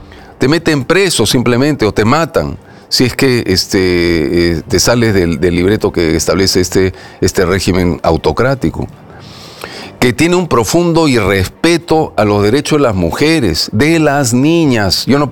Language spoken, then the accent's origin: Spanish; Peru; reconociéndonos todos como peruanos.